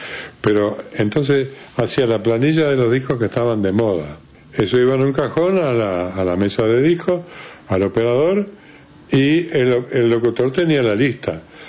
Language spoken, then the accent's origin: Spanish; Rocha, Uruguay; moved away; Yo cuando me vine de Rocha, vine a estudiar para bancario.